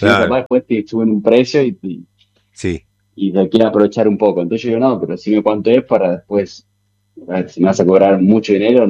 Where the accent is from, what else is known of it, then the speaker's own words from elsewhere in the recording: Argentina; acabo de llegar, soy de Argentina